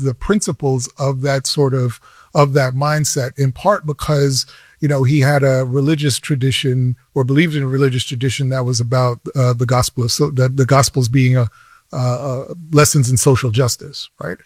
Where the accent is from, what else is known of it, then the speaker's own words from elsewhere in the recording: New York City, New York, United States; I grew up in the Bronx